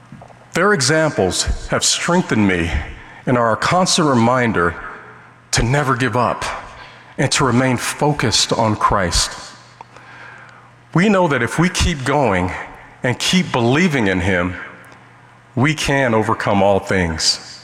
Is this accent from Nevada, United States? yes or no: yes; Las Vegas, Nevada, United States; born or raised there